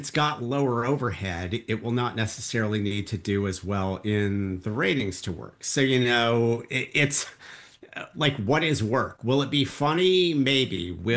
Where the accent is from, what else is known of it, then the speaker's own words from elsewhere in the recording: Monroe, Michigan, United States; I'm from Monroe, Michigan.